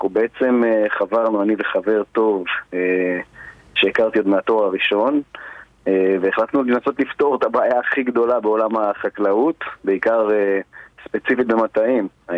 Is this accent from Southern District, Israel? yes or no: yes; Mishmar HaNegev, Southern District, Israel; אני גדלתי בקיבוץ משמר הנגב, גדלתי בתוך חקלאות, עבדתי הרבה שנים בחקלאות